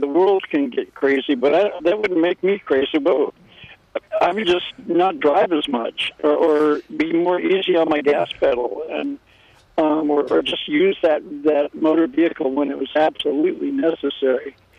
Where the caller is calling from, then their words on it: Fort Bragg, California, United States; I'm calling from Noyo Harbor.